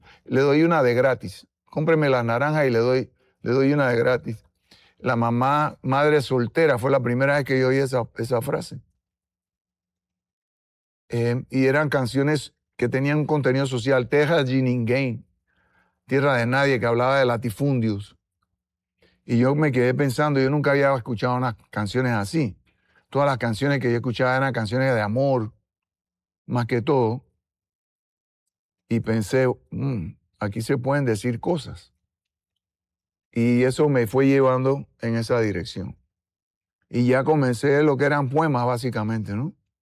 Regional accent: Panama; Entonces, yo comencé a mirar hacia adentro y a ver a Panamá, a verme a mí como panameño, ¿no?

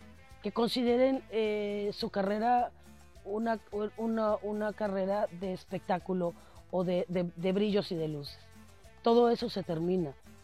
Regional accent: Mexico; todo reconocimiento te permite darte cuenta como mexicano que, porque a veces perdemos eso

